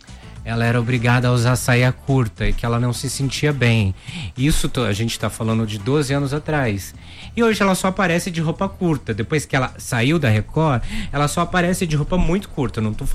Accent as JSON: {"language": "Portuguese", "town": "Ouro Fino", "region": "Minas Gerais", "country": "Brazil", "lives_now": "São Paulo, Brazil", "said": "eu sou de Minas, Ouro Fino. E uma coisa que eu percebo aqui em São Paulo, que não tem casas de bolos gostosas, assim."}